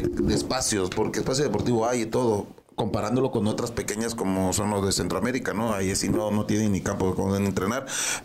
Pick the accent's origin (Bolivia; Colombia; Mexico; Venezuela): Mexico; como mexicanos nos gustaría que esto le diera una buena inversión a lo que nos dieron